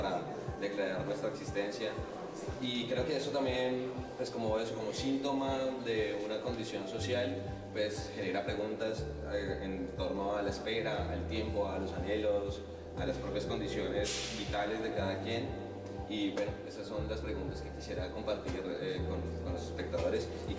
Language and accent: Spanish; Colombia; moved away as an adult; now in Spain; soy colombiano y estoy aquí hace unos 4 años